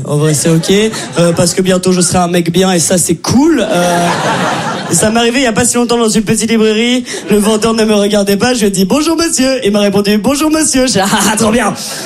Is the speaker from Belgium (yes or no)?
yes; Brussels, Belgium; accent: Brussels